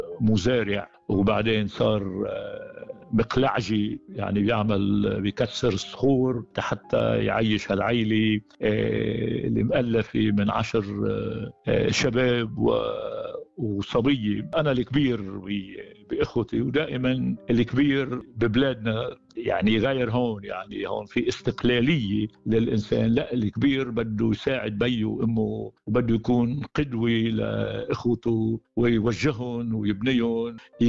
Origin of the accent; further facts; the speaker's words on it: Qaaqour, Mount Lebanon, Lebanon; في المتن الشمالي اسمها القعقور في جبل لبنان، هونيك خلقت وهونيك حضنتني أمي وكبرنا